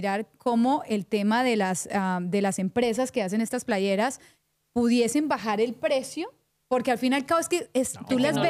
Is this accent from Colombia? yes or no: yes; Colombia; Soy colombiana.